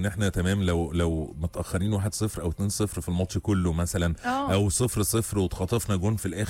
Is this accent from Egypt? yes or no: yes; Egypt; انا فخور اني مصري، واحلى تحيه لمنتخب مصر العظيم.